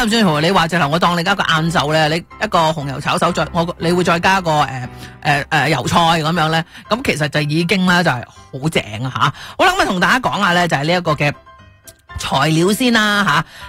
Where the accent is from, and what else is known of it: Guangdong, China